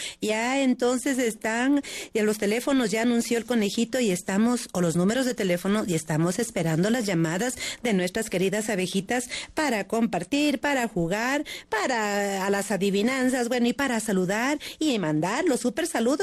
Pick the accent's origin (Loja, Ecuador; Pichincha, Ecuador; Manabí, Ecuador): Loja, Ecuador; yo soy de la provincia de Loja